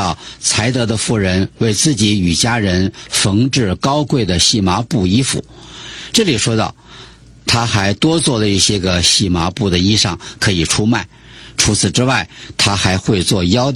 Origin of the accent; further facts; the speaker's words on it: China; 类似我们中国人的棉袄，穿在身上可以御寒